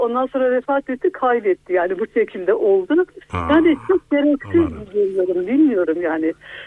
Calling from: Ankara, Turkey; Ben Ankara'dan arıyorum sizi.

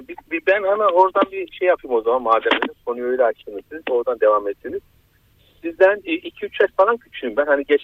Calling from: Ankara, Turkey

